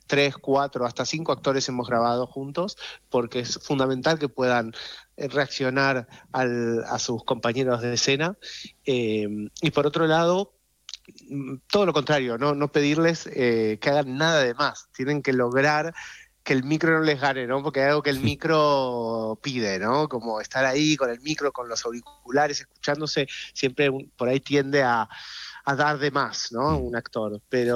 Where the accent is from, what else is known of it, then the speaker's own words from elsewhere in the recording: Argentina; accent: Argentine; Todas las pequeñas partes de la serie las he tenido que hacer con mi acento argentino, pobrecitos